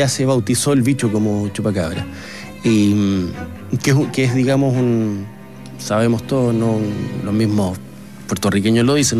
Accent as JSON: {"language": "Spanish", "region": "Magallanes and Chilean Antarctica", "country": "Chile", "said": "Yo soy magallánico, pero yo estaba acá, estaba de vacaciones."}